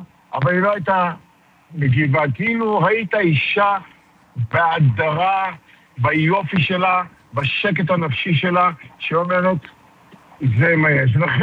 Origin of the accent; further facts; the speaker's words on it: Jerusalem, Jerusalem District, Israel; אני רק מירושלים